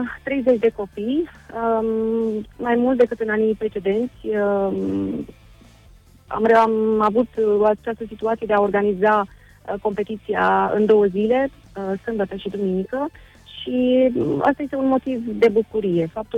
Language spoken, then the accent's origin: Romanian; Bârlad, Vaslui County, Romania; moved away; organizez această competiție în orașul natal, la Bârlad, din respect și cunoștință, odată sigur pentru orașul în care m-am născut